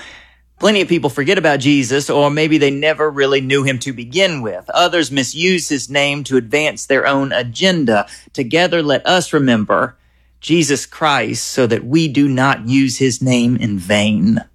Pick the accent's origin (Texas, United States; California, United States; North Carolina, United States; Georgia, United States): Georgia, United States; In college, I took a trip to New York City. There, I told a man that I was from Georgia, and he responded, "I know."